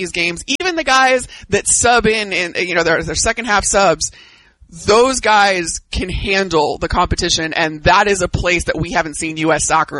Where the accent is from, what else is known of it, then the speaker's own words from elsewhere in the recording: Chicago, Illinois, United States; I grew up here in Chicago, but I am married to a New Orleanian.